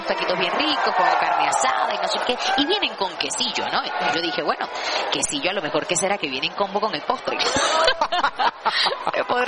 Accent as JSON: {"language": "Spanish", "town": "Maracay", "region": "Aragua", "country": "Venezuela", "tie": "born or raised there", "moved": "yes", "lives_now": "Mexico", "said": "en mi país natal, como ustedes escuchan, amigos que están en sintonía del juego, yo soy venezolana, así en Maracay, estado Aragua, allá en Venezuela"}